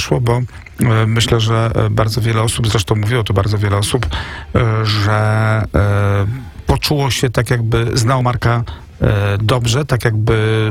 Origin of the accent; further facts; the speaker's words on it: Warsaw, Masovian Voivodeship, Poland; moved away as an adult; now in Kraków, Poland; jak 20 lat temu się wyprowadziłem z Warszawy, jestem warszawiakiem, który się przyniósł do Krakowa